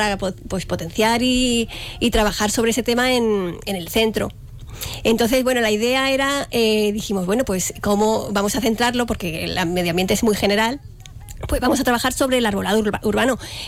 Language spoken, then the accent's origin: Spanish; Toledo, Castilla-La Mancha, Spain; now in Huelva, Spain; Y yo soy de Toledo.